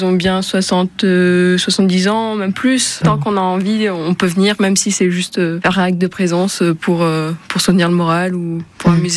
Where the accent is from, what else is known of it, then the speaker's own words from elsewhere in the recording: Bessamorel, Auvergne-Rhône-Alpes, France; je viens de Bessamorel et je suis étudiante cette année au Puy après avoir fait mes études à Saint-Étienne.